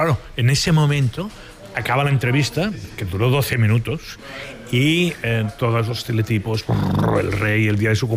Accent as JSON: {"language": "Spanish", "town": "Barcelona", "region": "Catalonia", "country": "Spain", "said": "Yo soy de San Andreu, que es un barrio que está bastante lejos"}